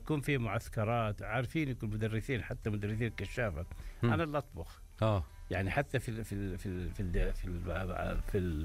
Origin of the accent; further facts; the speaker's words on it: Medina, Medina Province, Saudi Arabia; also born or lived in Cairo, Egypt; أنا نشأت في المدينة المنورة طبعا، ولدت ونشأت فيها. ولدت في القاهرة ولكن نشأت في المدينة.